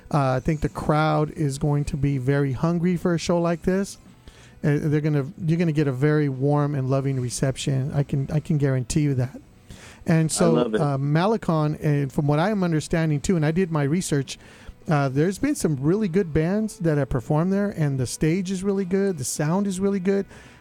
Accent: Stockton, California, United States; born there; I was born in Stockton, baby.

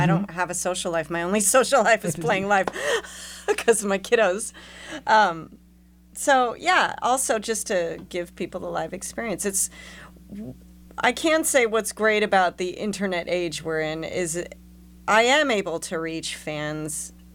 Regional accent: Concord, California, United States; I grew up in Concord.

